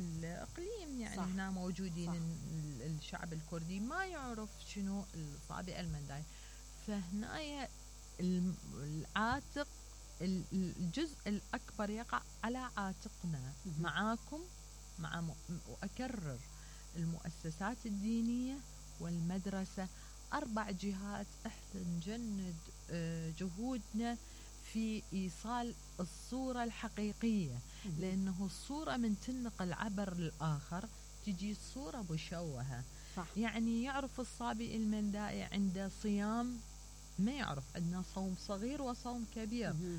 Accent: Iraq; أنا أحدى النساء العراقيات اللي أفتخر كوني عراقية ومندائية وأنتمي لهذا البلد العريق.

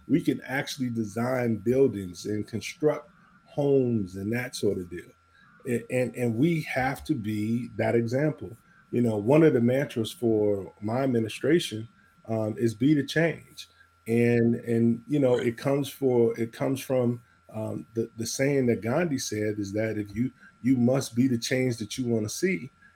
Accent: Chicago, Illinois, United States; also born or lived in Gary, Indiana; I grew up in Jeffrey Manor on the south side of Chicago. I lived in Gary for a number of years as a kid. We moved around a lot.

